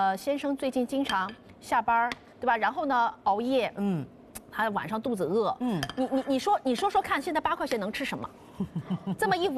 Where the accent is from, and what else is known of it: Jiangxi, China